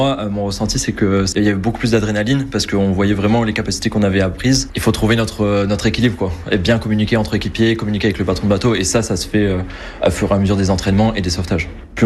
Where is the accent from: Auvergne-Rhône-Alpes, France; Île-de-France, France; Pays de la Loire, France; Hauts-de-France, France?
Hauts-de-France, France; Amiens; now in Le Crotoy, France; Moi, je suis pas du tout originaire du Crotoy. Je viens d'Amiens à la base